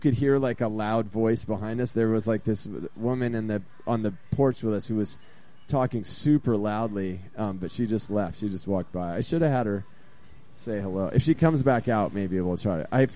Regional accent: East Coast, United States; now in Portland, United States; It was like I was from the East Coast. And we were spending the summer out in the Pacific Northwest

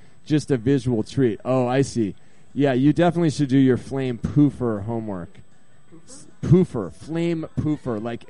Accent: East Coast, United States; moved away as an adult; now in Portland, United States; I was from the East Coast, and we were spending the summer out in the Pacific Northwest

